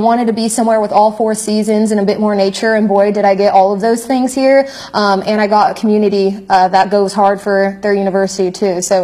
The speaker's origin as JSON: {"language": "English", "region": "California", "country": "United States", "tie": "born or raised there", "moved": "as an adult", "lives_now": "Huntington, United States", "said": "So I'm originally from California, lived in California my entire life. Only time I moved out of the state was to move here to Huntington, West Virginia to take this job, actually."}